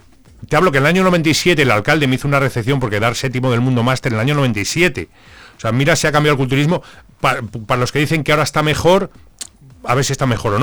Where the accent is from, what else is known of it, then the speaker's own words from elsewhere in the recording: Zamora, Castile and León, Spain; y cuando me encuentro a mis compañeros saben que yo soy de Zamora.